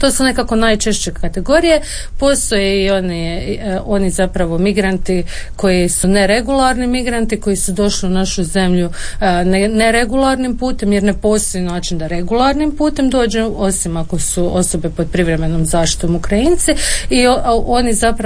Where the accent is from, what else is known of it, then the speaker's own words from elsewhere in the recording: Dubrovnik, Dubrovnik-Neretva County, Croatia; now in Zagreb, Croatia; Recimo, ja sam migrirala iz Dubrovnika u Zagreb